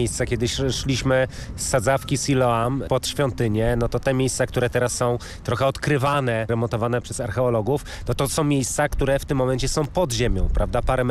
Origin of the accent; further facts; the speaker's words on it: Malbork, Pomeranian Voivodeship, Poland; Z Malborka pochodzę